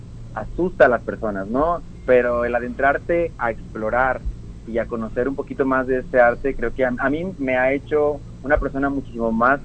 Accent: Nayarit, Mexico; Yo, pues, soy de aquí de Nayarit, vivo aquí en Tepic, Nayarit, precisamente.

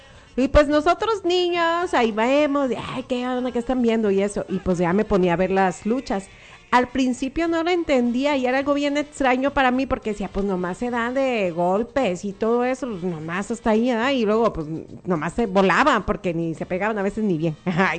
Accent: Mexico

